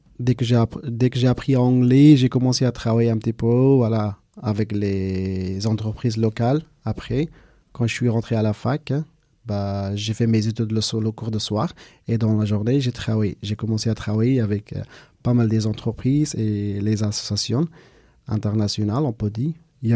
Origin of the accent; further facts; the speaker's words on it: Kabul, Afghanistan; French is a second language; moved away as an adult; En fait, moi, je suis né à Kaboul.